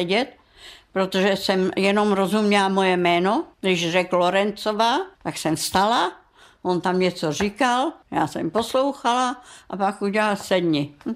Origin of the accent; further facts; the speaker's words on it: Krajková, Karlovy Vary Region, Czechia; born there; přímo taky narodila v Krajkovi, moje babička taky v Krajkovi, moje maminka taky v Krajkovi a já taky. Já jsem Němka. Já mám národnost německou a českou státní příslušnost.